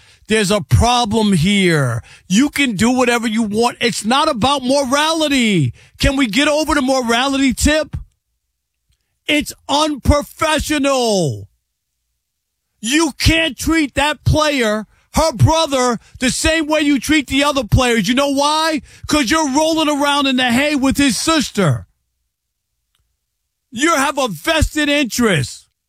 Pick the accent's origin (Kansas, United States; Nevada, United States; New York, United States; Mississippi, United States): New York, United States; I grew up in New York, and I heard people, play-by-play people, talk about bad plays.